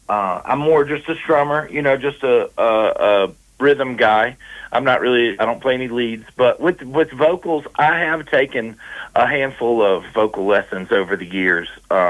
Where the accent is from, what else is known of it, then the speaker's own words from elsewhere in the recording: Tennessee, United States; moved away as an adult; especially having been born and raised in Tennessee and still having those same, you know, those same, that upbringing out there on the farm and basically living the country lifestyle, you know, up until I was an adult.